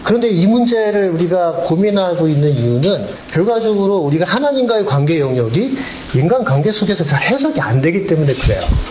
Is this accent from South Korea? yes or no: yes; South Korea; 제가 한국 사람이니까 그게 느껴져요.